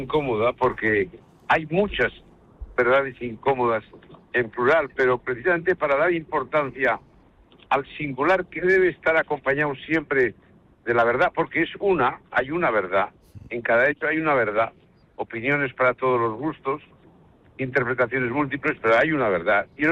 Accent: Basque Country, Spain; hay una cosa que en mi tierra, en el País Vasco, el crimen nos anestesió a todos

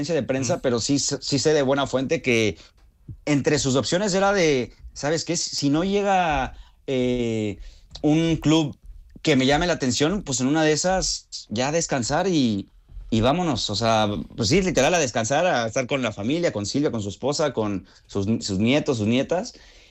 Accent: Mexico; Hasta me pone, pues como mexicano, me llena de orgullo

